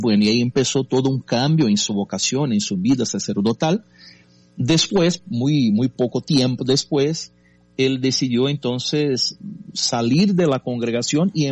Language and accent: Spanish; Brazil; first language Portuguese; Spanish is a second language; yo soy brasileño, ¿verdad? Claro. Yo hablo portugués y este es mi país, Brasil.